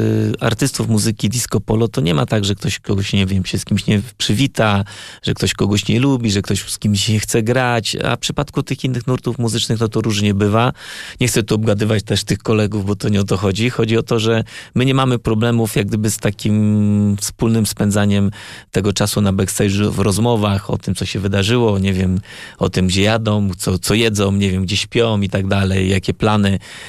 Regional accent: Iłów, Masovian Voivodeship, Poland; moved away; pochodzę z Iłowa

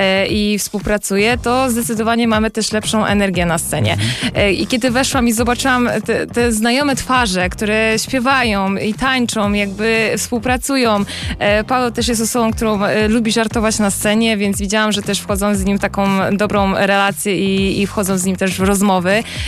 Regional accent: Sochaczew, Masovian Voivodeship, Poland; że jest moje rodzinne miasto, no to było niesamowite przeżycie i to był ogromny stres, bo wiedziałam, że będzie bardzo dużo moich znajomych, rodziny, ludzi z pracy, ludzi, które mnie jakby kojarzą po prostu z Sochaczewa.

